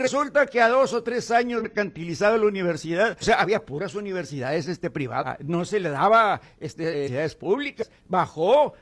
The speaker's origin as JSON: {"language": "Spanish", "country": "Mexico", "said": "Yo hubiera querido, muy profundamente como mexicano"}